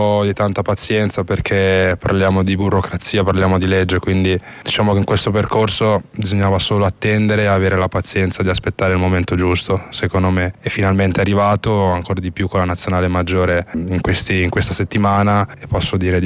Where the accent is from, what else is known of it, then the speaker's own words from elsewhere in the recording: Genoa, Liguria, Italy; moved away as an adult; Ah, Genova per me è casa, nonostante non sono nato esattamente a Genova, sono sempre cresciuto lì, e ho fatto tutta la mia carriera, tutta la mia vita a Genova, quindi reputo tutti gli effetti Genova casa mia, nonostante non sia il mio luogo di nascita.